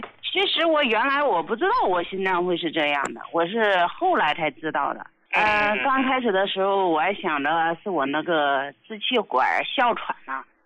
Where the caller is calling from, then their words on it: Hebei, China; 今年72了